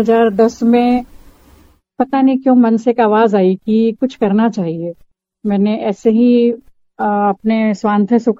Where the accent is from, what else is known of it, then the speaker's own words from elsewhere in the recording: Bhopal, Madhya Pradesh, India; moved away; मैं भोपाल से हूँ और गृहिणी हूँ